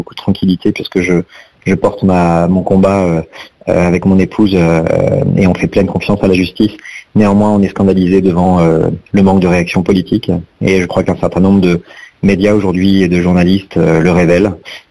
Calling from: Paris, Île-de-France, France; Bonjour, je suis … de Paris et je suis le papa d'une victime d'agression sexuelle dans le périscolaire à Paris.

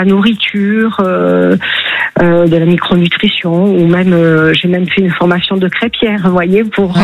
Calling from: Montpellier, Occitanie, France; Je vous appelle de Montpellier

